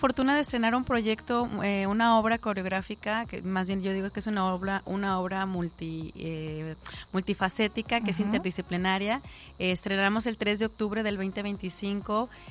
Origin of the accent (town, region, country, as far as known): Colima, Mexico